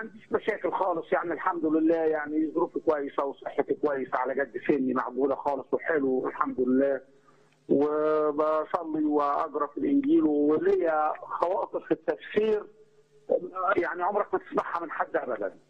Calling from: Minya, Minya Governorate, Egypt; حضرتك من المنيا.

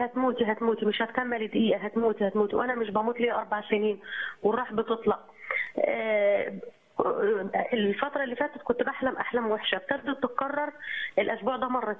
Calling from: Faiyum, Faiyum Governorate, Egypt; من الفيوم.

